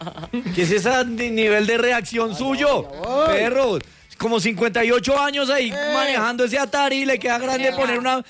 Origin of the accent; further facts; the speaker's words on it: Colombia; a mostrar lo que somos como colombianos